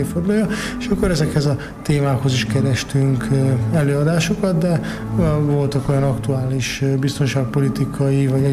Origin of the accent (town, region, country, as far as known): Hungary